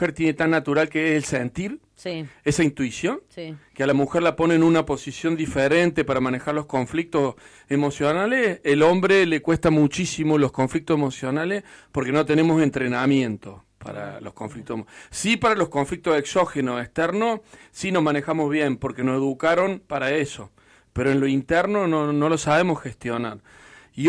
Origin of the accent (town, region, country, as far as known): Córdoba, Argentina; born there